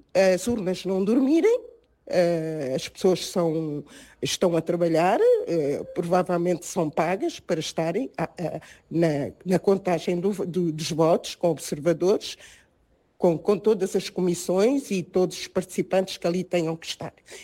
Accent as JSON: {"language": "Portuguese", "country": "Angola", "said": "falo como angolana, realmente, que admira-me e estou feliz porque Angola dá certos passos"}